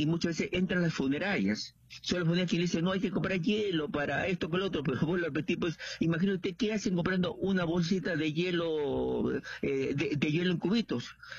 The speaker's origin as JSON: {"language": "Spanish", "region": "Ica", "country": "Peru", "said": "yo vengo de la provincia de Ica"}